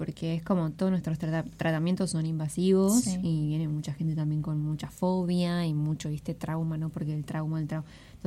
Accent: Tierra del Fuego, Argentina; somos fueguinas

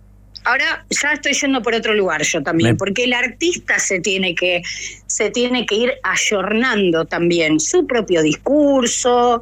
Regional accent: Rosario, Santa Fe, Argentina; born there; Yo venía trabajando en la ciudad de Rosario, que es mi ciudad natal, ciudad a la que siempre tengo que agradecer

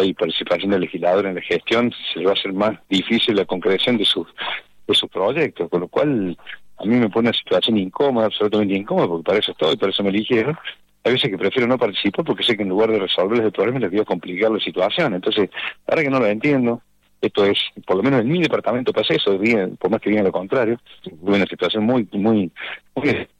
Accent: Córdoba, Argentina; moved away; Yo soy de otro departamento, originalmente soy de Calamuchita

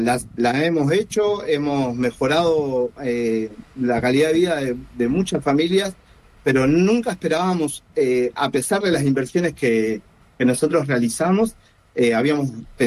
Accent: Tierra del Fuego, Argentina; en una provincia como la nuestra, que es productora de gas, en mi pueblo haya tanta gente sin gas.

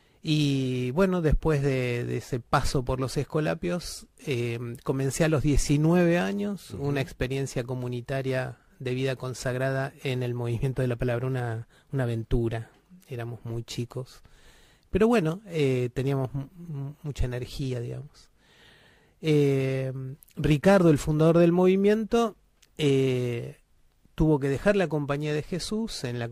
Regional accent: Buenos Aires, Argentina; now in Berazategui, Argentina; Soy porteño, oriundo, nací en el sanatorio Otamendi, más exactamente. Ah, mi mamá era docente, ahí nos estuvo por la obra social docente. Nos parió ahí, en el sanatorio Otamendi. Y viví en Pedro

